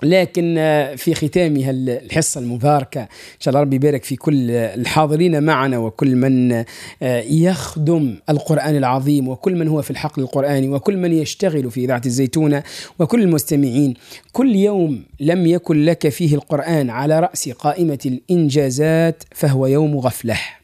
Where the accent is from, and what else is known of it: Tunisia